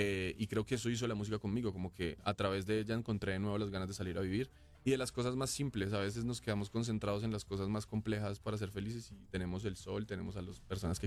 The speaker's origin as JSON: {"language": "Spanish", "town": "Ibagué", "region": "Tolima", "country": "Colombia", "said": "De Ibagué, la capital musical de Colombia."}